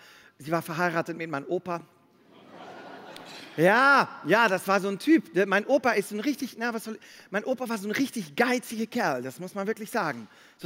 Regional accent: Belgium; now in Germany; natürlich wie in Deutschland trinken auch Belgier manchmal was gerne.

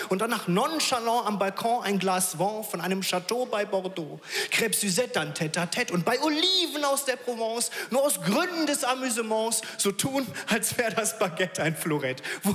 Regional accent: Krefeld, North Rhine-Westphalia, Germany; Ich bin aufgewachsen in der Nähe von Paris, in Krefeld.

